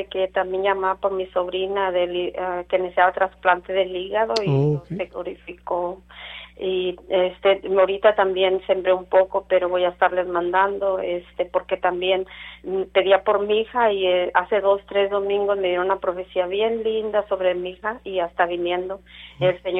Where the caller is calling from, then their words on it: Florida, United States; Le llamo de Florida.